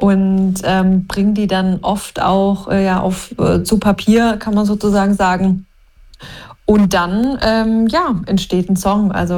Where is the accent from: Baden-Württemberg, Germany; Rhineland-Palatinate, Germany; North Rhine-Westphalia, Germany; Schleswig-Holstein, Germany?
Baden-Württemberg, Germany; Spiegelberg; also born or lived in Backnang; now in Wüstenrot, Germany; Ja, also ich bin durch und durch eine Schwäbin. Ich bin in Backnang geboren, aber dort nur geboren, aufgewachsen in Spiegelberg im Rems-Murr-Kreis und wohne schon ziemlich lange in Wüstenrot im Landkreis Heilbronn.